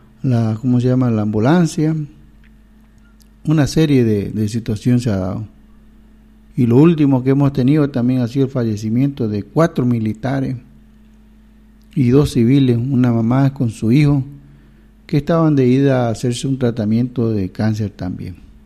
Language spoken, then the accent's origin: Spanish; Bolivia; Cuando salimos fuera de Bolivia somos bolivianos. Pero adentro en Bolivia somos cambas, somos collas, somos cruceños, somos cochabambinos, somos paseños, somos todo.